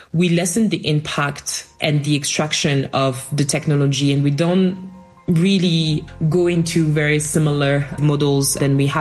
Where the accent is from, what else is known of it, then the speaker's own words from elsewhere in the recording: France; also born or lived in Barbados / Japan / United States; Yes, I grew up in France. My origins are on the continent, but I used to live in Barbados in the Caribbean. I've studied in Japan.